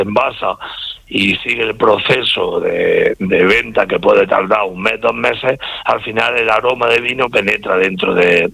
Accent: Calasparra, Region of Murcia, Spain; yo soy de Calasparra, de la zona de Caravaca

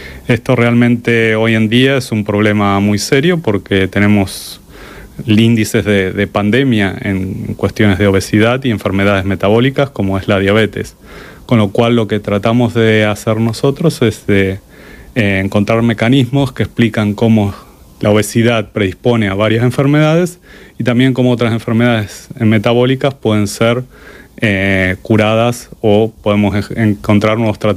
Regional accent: Argentina; moved away as an adult; also born or lived in Madrid, Spain / Australia / Canada; now in Brussels, Belgium; yo soy argentino

